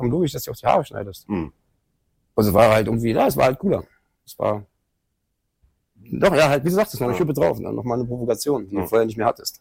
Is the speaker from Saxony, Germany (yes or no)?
no; Berlin, Germany; Nee, geboren in Schöneberg, groß geworden in Großberg.